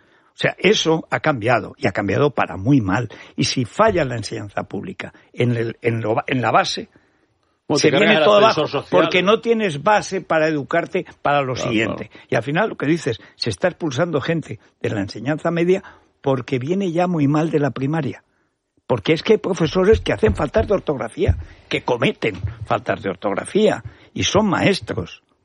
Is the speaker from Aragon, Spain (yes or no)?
yes; Aragon, Spain; una familia pobre, en un pueblo perdido, en la montaña de Teruel. El nivel de la enseñanza pública en mi pueblo, en Teruel, estaba hablando de los años 60